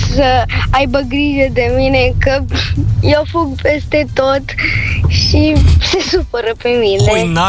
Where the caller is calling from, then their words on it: Bucharest, Romania; Și locuiesc în București.